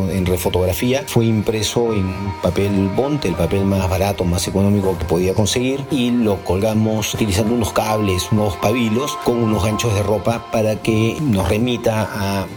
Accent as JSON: {"language": "Spanish", "region": "Lima", "country": "Peru", "tie": "born or raised there", "said": "nací el 21 de diciembre de 1972 en Lima. Mi infancia la pasé en San Isidro hasta finales de los 80, que fue cuando me mudé a La Molina."}